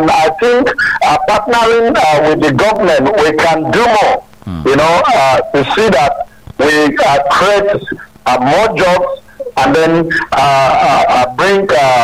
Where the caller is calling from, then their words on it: Lagos, Nigeria; I'm calling from Lagos.